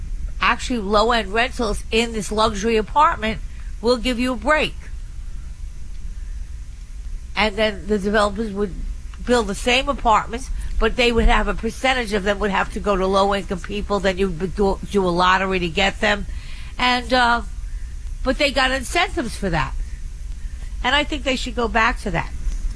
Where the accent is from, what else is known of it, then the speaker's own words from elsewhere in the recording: New York City, New York, United States; I'm a New Yorker